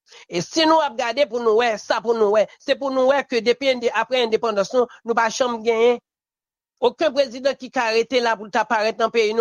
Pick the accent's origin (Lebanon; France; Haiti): Haiti; Parce que moi-même, je sens que je suis frustré en tant que haïtien.